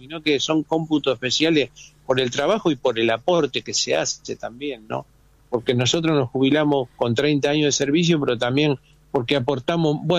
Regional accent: Rosario, Santa Fe, Argentina; born there; Yo nací en Rosario.

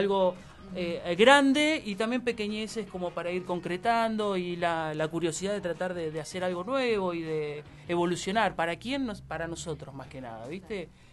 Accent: Bahía Blanca, Buenos Aires Province, Argentina; somos todos de Bahía.

